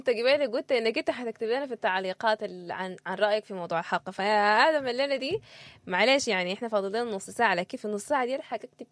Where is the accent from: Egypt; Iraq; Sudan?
Sudan; دي حاجة كمان بحس إحنا بنتميز بها كسودانيين